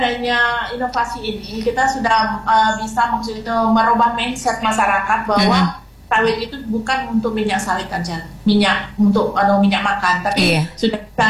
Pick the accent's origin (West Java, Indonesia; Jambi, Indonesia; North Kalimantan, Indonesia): Jambi, Indonesia; kita bangga sebagai anak Kabupaten Bungo dan Provinsi Jambi Indonesia